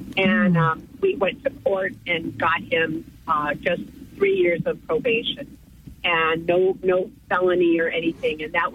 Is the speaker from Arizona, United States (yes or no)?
yes; Tucson, Arizona, United States; born and raised in Tucson, Arizona